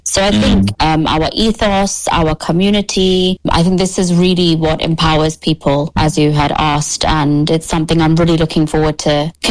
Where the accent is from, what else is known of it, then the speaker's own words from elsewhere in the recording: London, United Kingdom; moved away as an adult; now in Dubai, United Arab Emirates; And London is my home country. You know, it was home to me for many years